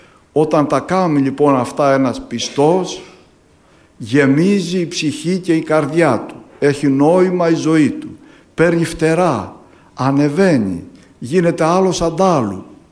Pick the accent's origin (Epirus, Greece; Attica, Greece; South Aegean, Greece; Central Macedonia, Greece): Epirus, Greece; Ioannina; θα πούμε και κανένα ανέκδοτο που αρέσει εδώ στην πατρίδα μου το Γιάννη